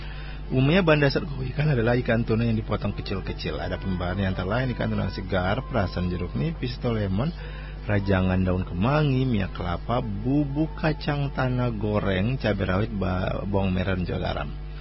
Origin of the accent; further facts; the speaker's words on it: Maluku, Indonesia; Walaupun aku orang Maluku teman berdua, tapi kayaknya karena kurang terbiasa ya.